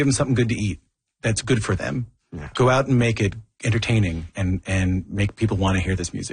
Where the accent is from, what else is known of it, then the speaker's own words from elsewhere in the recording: St. John's, Newfoundland and Labrador, Canada; when I was growing up in St. John's, we used to talk about our traditional music a lot.